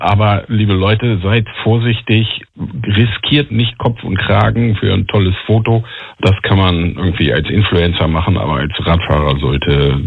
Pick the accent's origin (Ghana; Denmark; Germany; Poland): Germany; Hanover, Lower Saxony; Ich komme aus Hannover, da habe ich das große Glück, tatsächlich die meiste Strecke komplett durch Grün zu fahren.